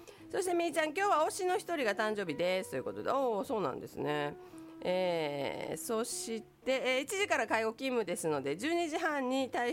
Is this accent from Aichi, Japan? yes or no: no; Takatsuki, Osaka, Japan; 私高槻出身でしてね、